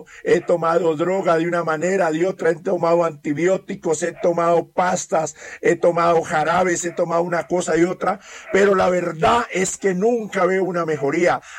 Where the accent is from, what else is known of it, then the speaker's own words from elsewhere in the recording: Villagarzón, Putumayo, Colombia; moved away; yo vengo prácticamente más abajito, a 20 minutos de Mocoa, Putumayo, un pueblito que se llama Villa Garzón.